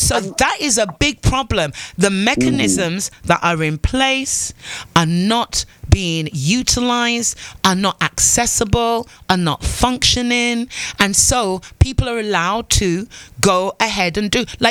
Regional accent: England, United Kingdom; born there; now in Antigua and Barbuda; I was born in England. My family are from Antigua. I live in Antigua

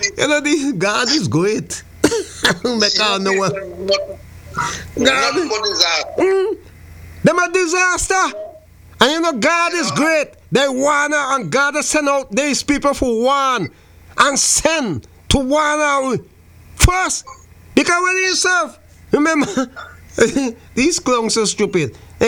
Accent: St. Vincent & Grenadines; St. Vincent Grenadines is his, you know, my hometown.

